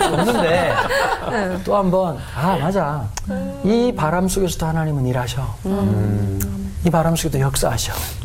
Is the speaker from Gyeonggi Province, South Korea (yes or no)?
no; Songjeong, Busan, South Korea; 제가 초등학교 들어가기 전까지 해운대 옆에 있는 송정에서 자랐어요. 근데 이제 할아버지 할머니 밑에 자랐는데.